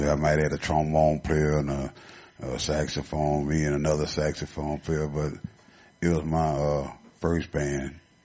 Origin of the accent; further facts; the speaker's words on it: Port Arthur, Texas, United States; I'm from Port Arthur, Texas